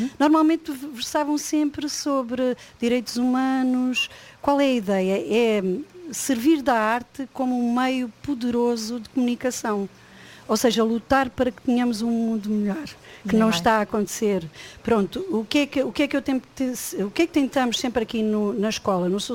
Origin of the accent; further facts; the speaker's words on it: Angola; now in Portugal; eu fui uma pessoa que vim de Angola. Pronto, os meus pais também foram para a África.